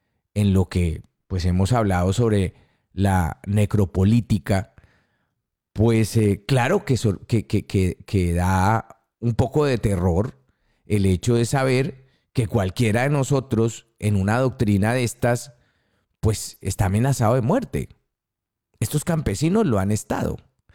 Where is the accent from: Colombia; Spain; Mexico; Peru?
Colombia; Tolima; yo soy del Tolima